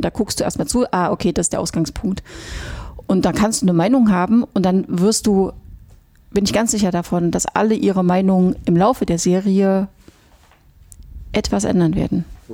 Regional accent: East Germany, Germany; Weil ich bin in der DDR aufgewachsen, definitiv Agitprop-Filme ist nicht unser Ding.

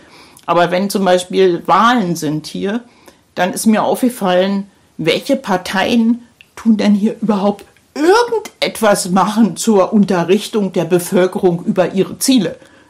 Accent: Berlin, Germany; wo ich mir nicht vorstellen könnte, in Berlin, wo ich herkomme, dass die Leute bereit wären

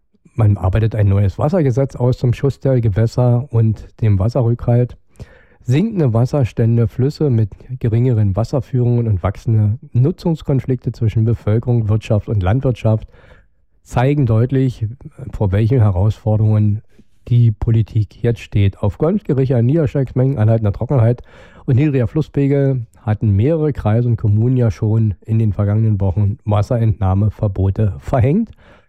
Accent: Brandenburg, Germany; Und die Ministerin sieht das natürlich anders, wie wir als Brandenburger das auch anders sehen

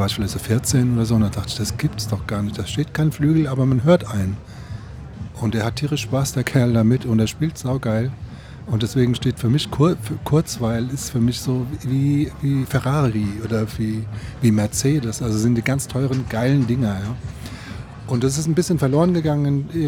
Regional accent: Frankfurt, Hesse, Germany; Ich bin ja aus Frankfurt

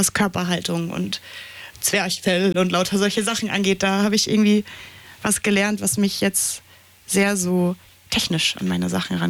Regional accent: Berlin, Germany

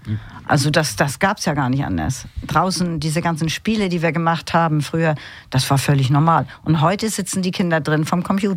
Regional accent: Neumünster, Schleswig-Holstein, Germany; ich war auf dem Exer. Ne? Ich bin auf dem Exer groß geworden, auf dem berüchtigten Exer

